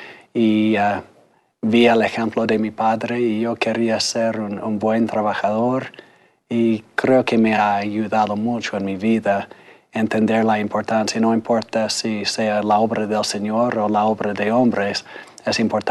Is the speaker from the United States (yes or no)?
yes; Idaho Falls, Idaho, United States; born there; Spanish is a second language; Bueno, Yo nací en Idaho Falls, Rigby, pero alrededor de Idaho Falls.